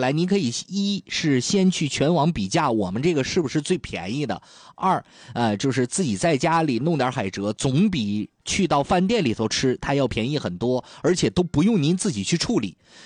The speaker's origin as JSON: {"language": "Chinese", "town": "Dalian", "region": "Liaoning", "country": "China", "said": "咱们大连人的口味呢也是这样，不喜欢吃特别咸的。"}